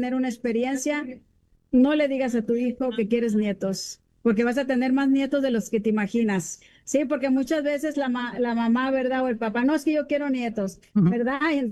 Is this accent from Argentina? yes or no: no; Mexico; Yo soy de México.